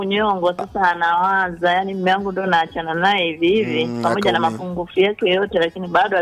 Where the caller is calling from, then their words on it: Mafinga, Iringa, Tanzania; nipo Mafinga.